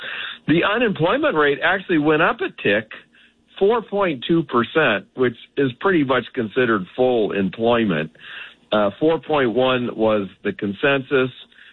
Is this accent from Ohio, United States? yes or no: no; San Diego, California, United States; San Diego, California, my hometown